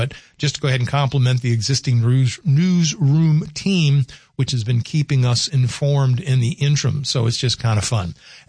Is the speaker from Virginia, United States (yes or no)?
no; New Orleans, Louisiana, United States; also born or lived in Oklahoma City; now in Grand Forks, United States; growing up in New Orleans and then living in Oklahoma City.